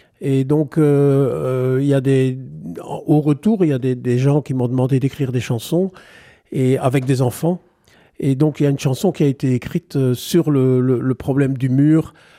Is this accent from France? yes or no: no; Liège, Wallonia, Belgium; Eh bien, je viens de Liège.